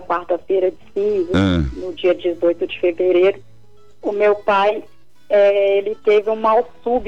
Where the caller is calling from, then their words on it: Sete Lagoas, Minas Gerais, Brazil; De Sete Lagoas, Minas Gerais.